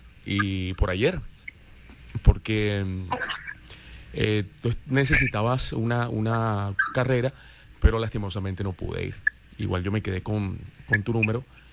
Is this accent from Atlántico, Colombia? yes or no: yes; Barranquilla, Atlántico, Colombia; Yo soy de aquí de Barranquilla.